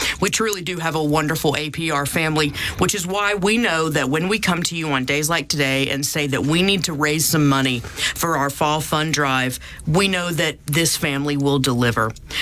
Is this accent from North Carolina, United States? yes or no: no; Alabama, United States; It's the honor of my career to serve my home state